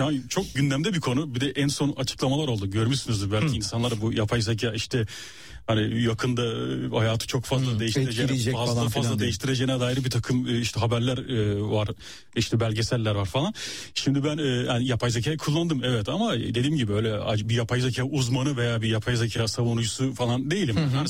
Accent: Ankara, Turkey; Tabii ben orada doğup büyüdüm. Hı-hı. Yani aslında hani memleket Çanakkale, kütük olarak Çanakkale yazıyor. Fakat işte dediğim gibi Ankara'da doğup büyüdüm ben yani.

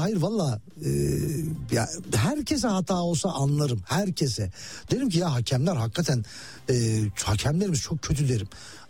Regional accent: Muş, Muş Province, Turkey; born there; moved away; Güroymak, Güroymak ha. Bizim Muş sınırına çok yakındır.

